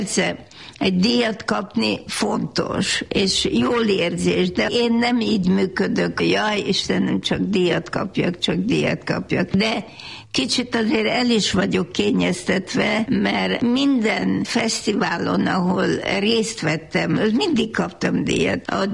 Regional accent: Hungary; Magyarországról jövök.

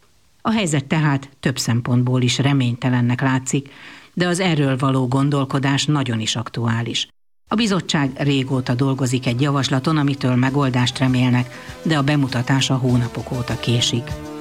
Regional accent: Hungary; Magyarként

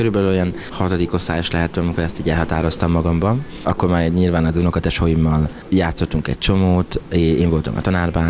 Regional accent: Kápolna, Heves, Hungary; born or raised there

